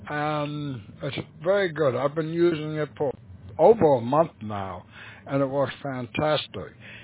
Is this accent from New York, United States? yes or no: yes; Brooklyn, New York, United States; now in Long Island, United States; I was brought up in Brooklyn and then moved out to Long Island.